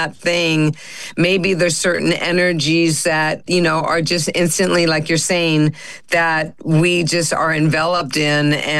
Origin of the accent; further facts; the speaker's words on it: California, United States; also born or lived in Springfield; I was only born in Springfield. 1 year old, moved to California. I was raised in California.